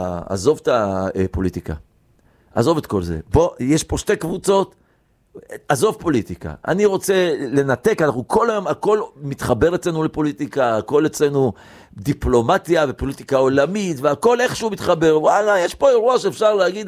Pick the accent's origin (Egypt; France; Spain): Egypt; וכאילו אני אמרתי, תראו, אני מצרי.